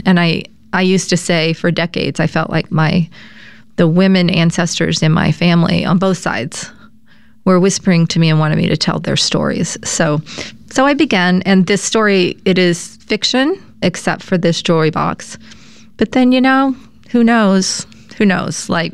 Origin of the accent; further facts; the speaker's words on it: Louisiana, United States; So yes, I grew up in Louisiana myself. I grew up in the southwest part of the state.